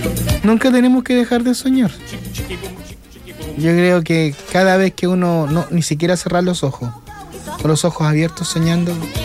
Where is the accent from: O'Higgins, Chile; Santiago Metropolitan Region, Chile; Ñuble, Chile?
Ñuble, Chile; San Carlos; Son de San Carlos, mi tierra natal, sí.